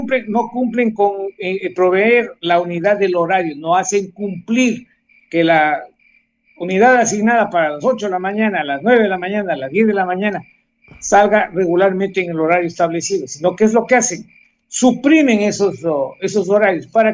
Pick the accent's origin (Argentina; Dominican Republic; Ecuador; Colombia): Ecuador